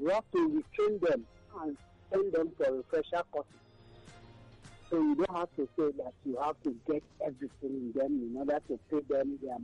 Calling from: Nigeria; I'm calling from Abanja in Ikoti.

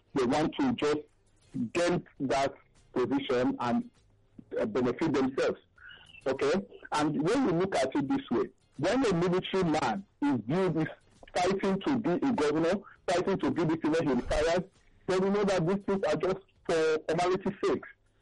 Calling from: Awoyaya, Lagos, Nigeria; I'm calling from Awoyaya in Lagos.

